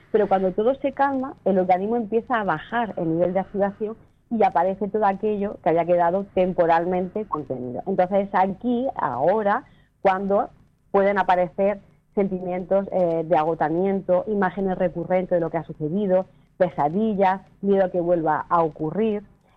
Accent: Vélez-Rubio, Andalusia, Spain; Además, yo soy de Vélez Rubio, relativamente cerca.

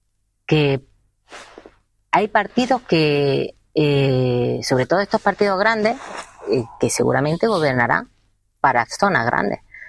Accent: Castilla-La Mancha, Spain; Claro, veníamos de La Mancha, y mi madre dijo, ¡ay, qué traje!

